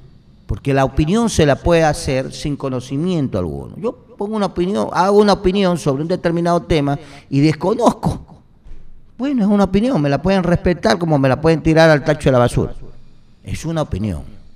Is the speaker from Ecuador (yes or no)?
yes; Ecuador